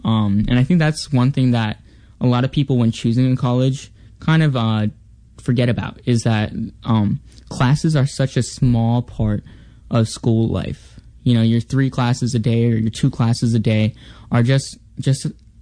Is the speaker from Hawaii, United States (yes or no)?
yes; Waipahu, Hawaii, United States; moved away as an adult; now in Boston, United States; I'm from Waipahu. I graduated from Roosevelt High School, and I'm currently finishing up my last year here at Berklee College of Music here at Boston.